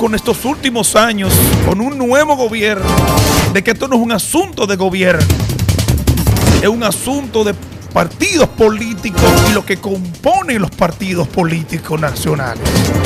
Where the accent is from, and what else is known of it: Dominican Republic